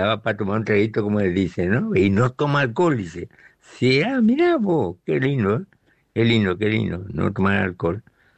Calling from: Clorinda, Formosa, Argentina; Buenas noches, Oscar. Buenas noches … de Clorinda.

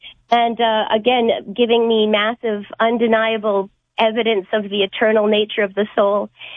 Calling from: Edmonton, Alberta, Canada; I'm calling from Edmonton, Alberta.

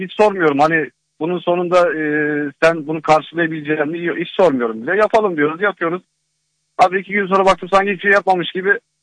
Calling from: Düzce, Turkey; Düzce'den.

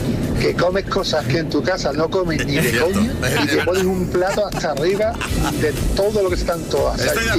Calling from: Jerez de la Frontera, Andalusia, Spain; de Jerez.

